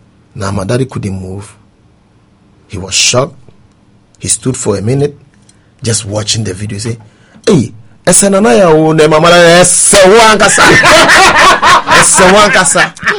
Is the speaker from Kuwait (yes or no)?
no; Ghana; moved away; also born or lived in United States; I'm back to Ghana doing music again.